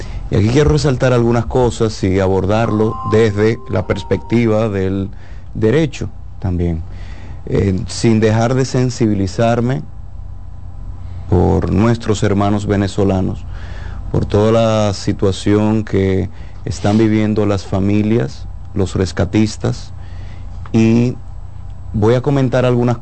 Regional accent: Dominican Republic; pueblos hermanos como nosotros, República Dominicana.

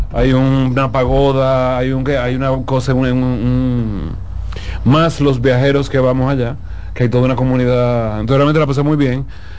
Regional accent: Dominican Republic; Los únicos morenos somos los dominicanos que hay allá.

